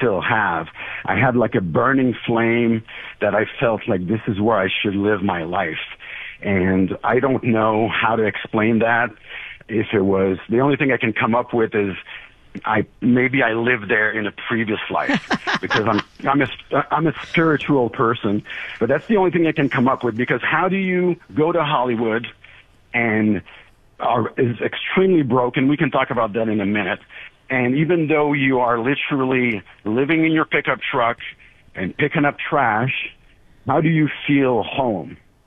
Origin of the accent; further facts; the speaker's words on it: Quebec City, Quebec, Canada; English is a second language; Yeah, so I grew up in Quebec City, which a city called Charlebourg. So that's another challenge that I had, which was I didn't speak English that well.